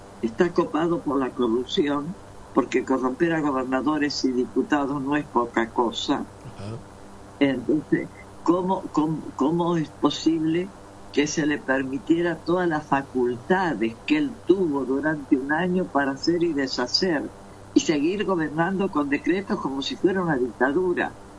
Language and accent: Spanish; Entre Ríos, Argentina; yo soy de Entre Ríos.